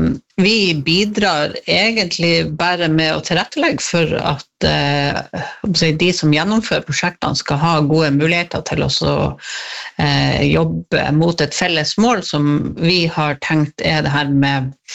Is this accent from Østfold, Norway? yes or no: no; Bø, Nordland, Norway; og vi kommer jo fra Bø